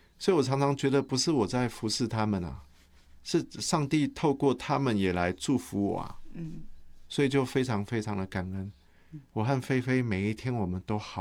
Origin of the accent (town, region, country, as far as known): Taiwan